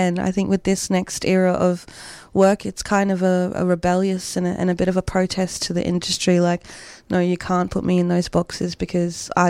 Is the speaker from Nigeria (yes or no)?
no; Brisbane, Queensland, Australia; also born or lived in Groote Eylandt, Northern Territory; Yeah, I grew up on Groot till I was about 6 and a half, and then I moved to Meanjin to Brisbane, and I went to schooling there.